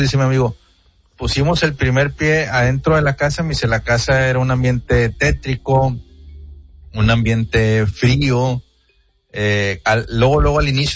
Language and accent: Spanish; Monterrey, Nuevo León, Mexico; Yo soy de Monterrey